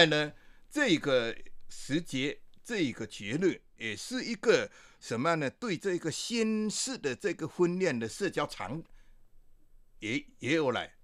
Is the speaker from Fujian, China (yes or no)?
yes; Fujian, China; 在我们闽南传统